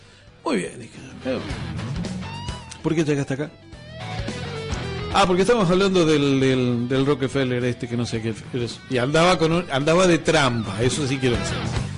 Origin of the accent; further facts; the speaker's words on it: Argentina; Yo soy argentino, le digo.